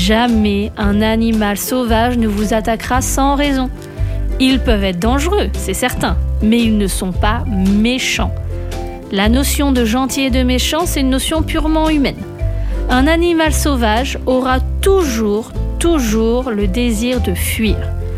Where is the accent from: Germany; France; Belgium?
France; Normandy